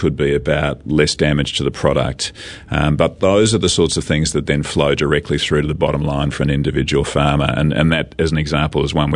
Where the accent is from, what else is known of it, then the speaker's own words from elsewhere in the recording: Australia; moved away as an adult; now in New Zealand; I'm actually Australian. I've been here for, it'll be 25 years in December.